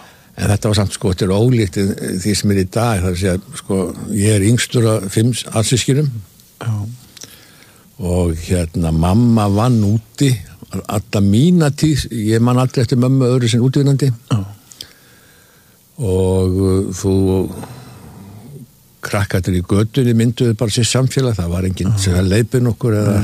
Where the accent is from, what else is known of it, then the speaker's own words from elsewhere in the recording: Capital Region, Iceland; Ég óttulega ólst upp eiginlega svolítið á Hlíðarenda.